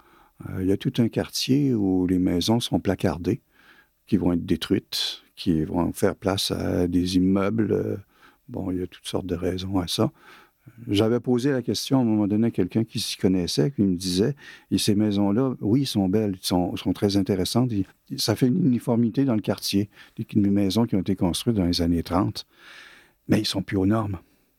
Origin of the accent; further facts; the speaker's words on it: Quebec City, Quebec, Canada; Puis même ma ville natale, Québec, que j'adore, puis dont je m'ennuie souvent